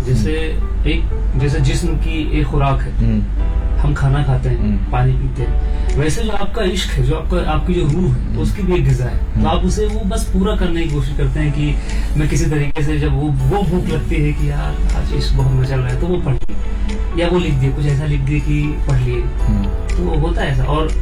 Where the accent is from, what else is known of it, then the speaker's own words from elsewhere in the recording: Lucknow, Uttar Pradesh, India; मैं जैसे मैं लखनऊ से हूँ, तो उर्दू थोड़ी अच्छी ग्रिप है उर्दू पे, मगर उतनी भी अच्छी नहीं